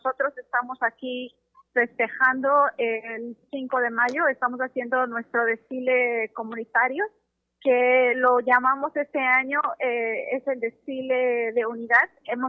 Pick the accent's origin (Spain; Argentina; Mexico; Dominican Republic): Mexico; Puebla; now in New York, United States; poblanos, los mexicanos de esta área, somos poblanos. Yo soy poblana.